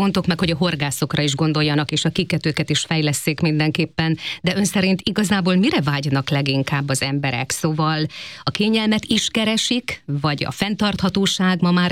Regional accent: Great Hungarian Plain, Hungary; én alföldi lány vagyok

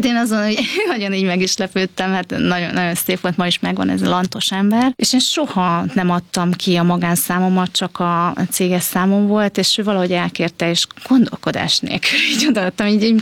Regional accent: Szeged, Csongrád-Csanád, Hungary; born there; Igen, hát én Szegeden születtem

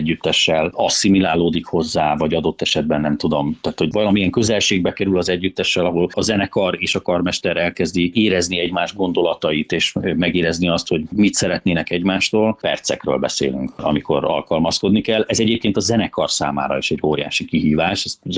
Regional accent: Hungary

